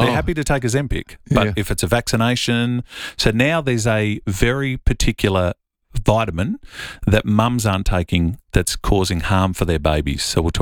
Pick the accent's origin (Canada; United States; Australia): Australia; Millicent, South Australia; moved away; I think I'm from Millicent.